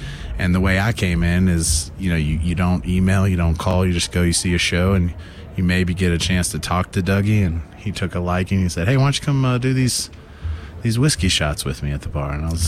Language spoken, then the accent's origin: English; Leesville, Louisiana, United States; I'm from Leesville, Louisiana.